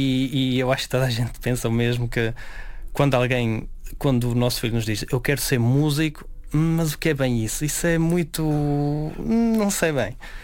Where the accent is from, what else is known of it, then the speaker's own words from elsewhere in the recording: Celorico da Beira, Centro, Portugal; Val das Ares, fica em Celurico da Beira